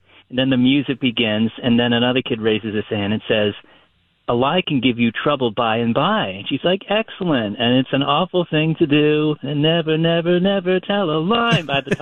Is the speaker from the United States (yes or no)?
yes; New Jersey, United States; moved away; I grew up in New Jersey